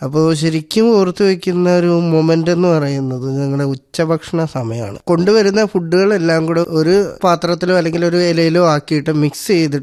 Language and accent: Malayalam; Thiruvananthapuram, Kerala, India; എന്റെ സ്വദേശം തിരുവനന്തപുരം ആയതുകൊണ്ട് തന്നെ കൂടുതലും തിരുവനന്തപുരത്തുള്ള സ്കൂളിലായാലും കോളേജിലൊക്കെ ആയാലും കൂടുതലും